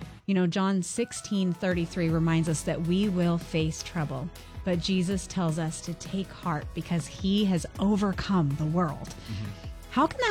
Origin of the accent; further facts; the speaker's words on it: Fresno, California, United States; now in Sanger, United States; I'm from Fresno, live in Sanger.